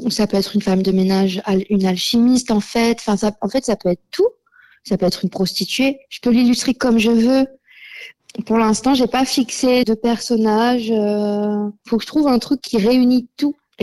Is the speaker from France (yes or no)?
yes; Sanary-sur-Mer, Provence-Alpes-Côte d'Azur, France; also born or lived in Toulon; Oui, je suis née à Toulon, j'ai grandi à Sanary.